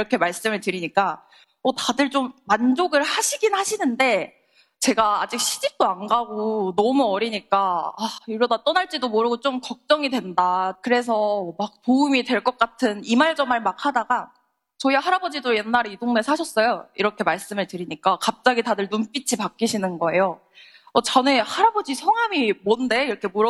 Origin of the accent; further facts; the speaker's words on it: Wando, South Jeolla, South Korea; 제가 지금 말하는 걸 들어보면 제가 완도를 정말 좋아하는 사람 같아 보이는데 저도 어렸을 때는 완도가 너무 답답하고 그리고 하루빨리 완도를 뜨고 싶다 이런 생각을 하면서 지냈었는데요.